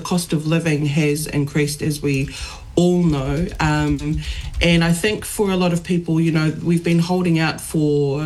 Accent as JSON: {"language": "English", "region": "Wellington", "country": "New Zealand", "tie": "born or raised there", "said": "I was born and raised in Wellington. My parents both migrated here to New Zealand. My dad from Samoa, from the villages of Apia and Whareula, and my mum from the villages of Motulau in New Weir."}